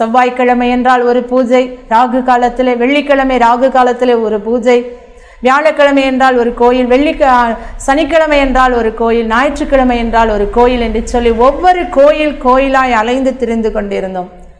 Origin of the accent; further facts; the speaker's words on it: Pithanadarpatti, Tamil Nadu, India; moved away as an adult; now in Rajapalayam, India; நாங்கள் இருக்கிற ஊர் ராஜபாளையம். என்னுடைய சொந்த ஊர் பித்தநாடார்பட்டி. நான் இப்பொழுது வசிக்கிற ஒரு என் திருமணமாகி நான் இருக்கிற இடம் ராஜபாளையம்.